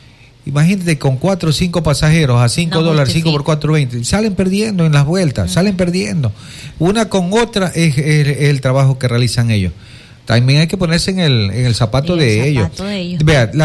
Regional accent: Ecuador; now in Quevedo, Ecuador; como todo ecuatoriano, dejamos todo al último.

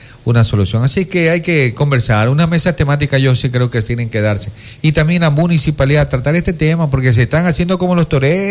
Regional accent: Ecuador; now in Quevedo, Ecuador; como todo ecuatoriano, dejamos todo al último.

